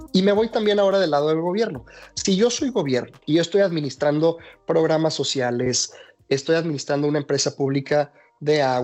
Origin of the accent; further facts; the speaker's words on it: Mexico; lugar en el que orgullosamente digo que soy mexicano